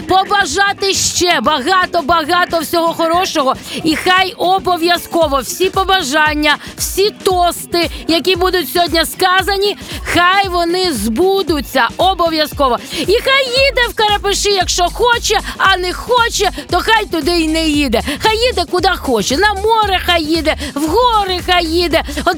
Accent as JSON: {"language": "Ukrainian", "region": "Kyiv", "country": "Ukraine", "tie": "born or raised there", "said": "Славетний, незламний, український, мій рідний Київ."}